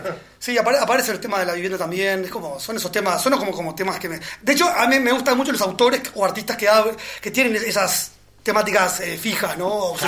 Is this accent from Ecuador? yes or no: no; Uruguay; Yo que vengo de Uruguay, que es un pueblo para comparar con Buenos Aires, me llama la atención